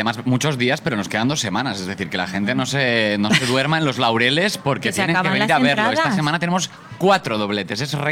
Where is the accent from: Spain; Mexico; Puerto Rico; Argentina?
Spain; Valencian Community; yo soy valenciano.